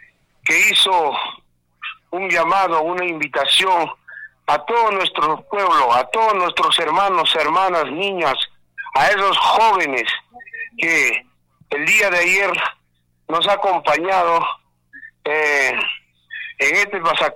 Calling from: Coracora, Ayacucho, Peru; nuestra provincia de Parinacochas, a nuestro pueblo de Coracora

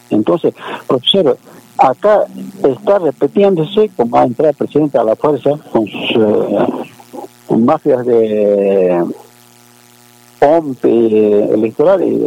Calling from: Peru; qué tontos somos los peruanos

